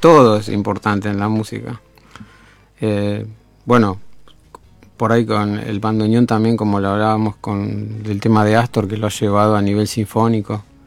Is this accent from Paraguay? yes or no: no; Tigre, Buenos Aires Province, Argentina; Yo nací en Tigre, vivo en Tigre